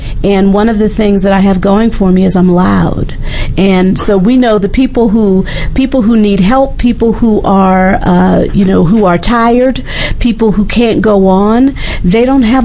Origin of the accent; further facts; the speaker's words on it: Colorado Springs, Colorado, United States; also born or lived in Oakdale, Pennsylvania; I was born in Oakdale. And my father was in the Air Force. We moved to Colorado Springs in 1968. He retired in 1971 or 72. So I grew up in Colorado Springs